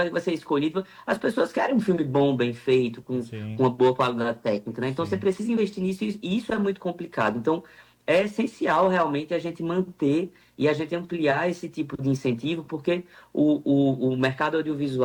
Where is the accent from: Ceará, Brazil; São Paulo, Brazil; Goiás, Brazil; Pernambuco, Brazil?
Pernambuco, Brazil; Caruaru; eu venho do interior de Caruaru, hoje moro em Caruaru, estou aqui, inclusive.